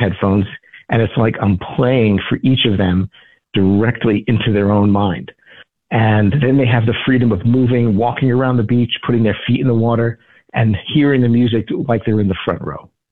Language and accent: English; New York City, New York, United States; as much as I love bringing it to my hometown, just like you, of New York City with, you know, Central Park